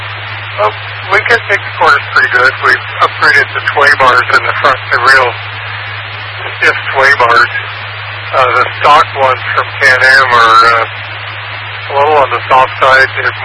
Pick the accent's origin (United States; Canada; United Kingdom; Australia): Canada; Vancouver, British Columbia; born there; I'm Canadian. Originally, I was born in Vancouver, but we moved around a lot.